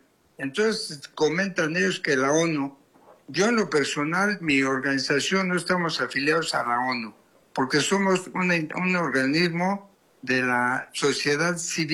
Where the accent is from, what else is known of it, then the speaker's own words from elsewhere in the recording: Mexico; honrosamente mexicanos todos, bueno, los que venimos de México